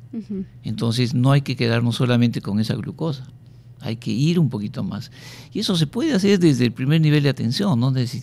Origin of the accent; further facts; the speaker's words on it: Cusco, Peru; yo de Cusco. Hice mi pregrado en la Universidad San Antonio Abad de Cusco.